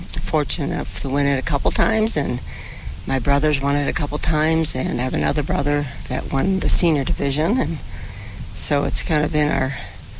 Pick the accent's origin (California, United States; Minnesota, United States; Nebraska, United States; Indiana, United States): Minnesota, United States; Alexandria; Well, I grew up in the Alexandria area, and I'm here in the summer months and Arizona in the winter